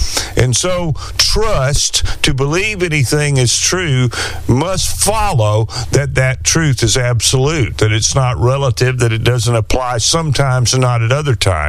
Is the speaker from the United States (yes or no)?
yes; Alabama, United States; now in Texas, United States; I remember growing up in Alabama